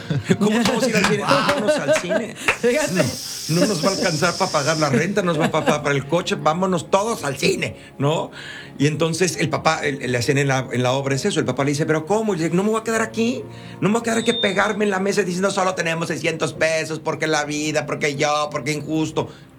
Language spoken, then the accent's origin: Spanish; Mexico; O sea, que en mi país, en México, ahorita, estamos en una crisis tremenda.